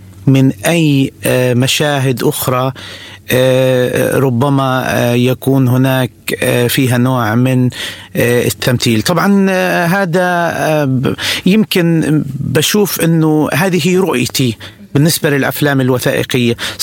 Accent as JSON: {"language": "Arabic", "country": "Palestine", "said": "نحن كفلسطينيين"}